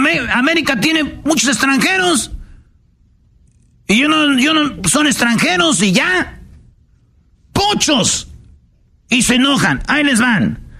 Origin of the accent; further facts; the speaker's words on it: Mexico; Señores, ahí nací yo. Y yo soy mexicano.